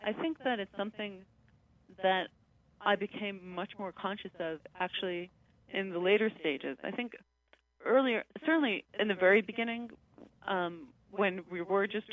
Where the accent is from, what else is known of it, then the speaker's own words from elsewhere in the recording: Queens, New York, United States; I grew up in Queens, in New York.